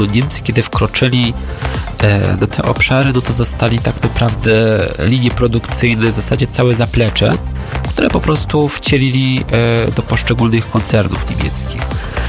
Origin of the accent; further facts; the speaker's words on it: Rzeszów, Subcarpathian Voivodeship, Poland; tutaj akurat ja jestem z Rzeszowa